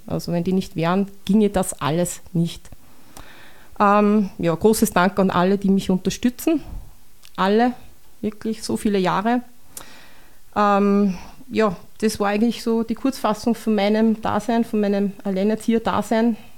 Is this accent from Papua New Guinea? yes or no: no; Upper Austria, Austria; now in Bad Ischl, Austria; Ich bin jetzt bald 48 Jahre alt. Ich komme ursprünglich nicht aus Bad Ischl, sondern Richtung Linz runter, wohne jetzt seit 3 Jahren da mit meiner Tochter.